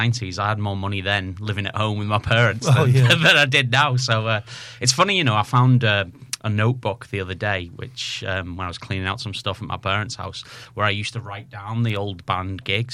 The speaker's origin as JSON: {"language": "English", "town": "Widnes", "region": "North West England", "country": "United Kingdom", "also_born_or_lived": "Colchester", "said": "I'm from Widnes originally."}